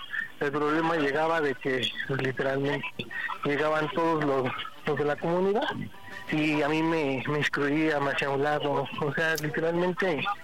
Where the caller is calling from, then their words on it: Venustiano Carranza, Mexico City, Mexico; aquí de la Venustiano Carranza.